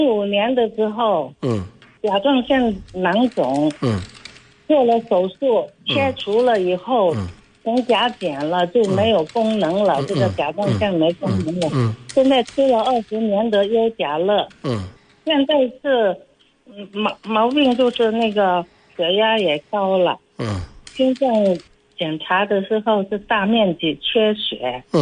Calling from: Guangdong, China; Chinese is a second language; 看我是广东人，说话都。不太标准

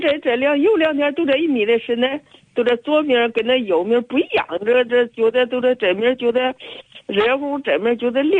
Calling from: Handan, Hebei, China; 邯郸的。

